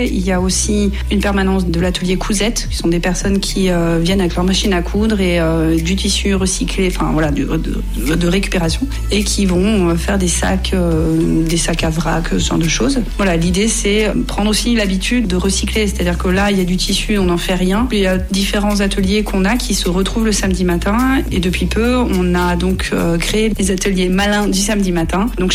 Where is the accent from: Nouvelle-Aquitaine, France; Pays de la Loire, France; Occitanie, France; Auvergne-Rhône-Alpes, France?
Auvergne-Rhône-Alpes, France; je viens du Beaujolais.